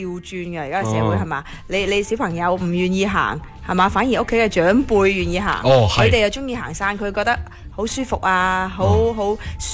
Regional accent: Guangdong, China; 对于我哋广东人过去咧，呢、這个地方系 OK 嘅

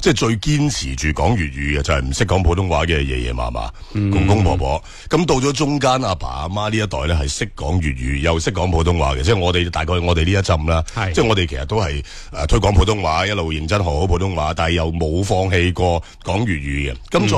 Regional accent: Guangdong, China

